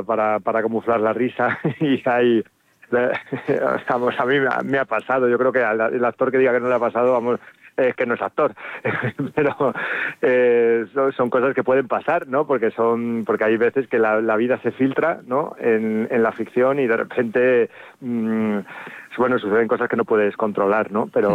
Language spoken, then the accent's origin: Spanish; Salamanca, Castile and León, Spain; also born or lived in Valencia; nací en Valencia, pero vamos, me he criado en Salamanca desde pequeño, ¿sabes? Desde el año 1, ¿sabes? Desde el año 2 que tenía mejor, cuando llegué a Salamanca. O sea, que vamos, que soy charro también. Digo también porque, bueno, tengo mi familia valenciana